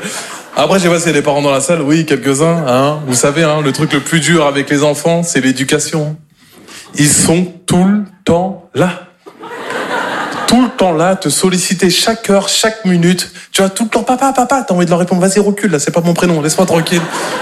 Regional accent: Normandy, France; Moi, je suis normand de base

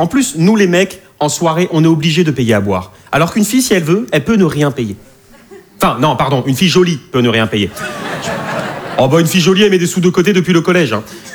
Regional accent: Nouvelle-Aquitaine, France; moved away; Je n'ai rien contre les vieux, je viens du bassin d'Arcachon.

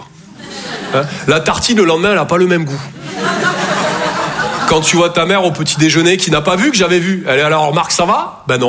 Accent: Toulouse, Occitanie, France; Je viens de Toulouse, à la base. Ouais, ça s'entend un peu, ouais. Ben, mon accent, c'est vraiment comme mon sexe

